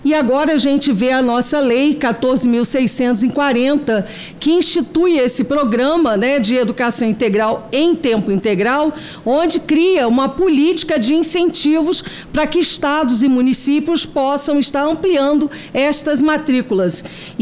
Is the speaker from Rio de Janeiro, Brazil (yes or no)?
yes; Campos dos Goytacazes, Rio de Janeiro, Brazil; Eu sou do município de Campos Goytacazes, estado do Rio de Janeiro.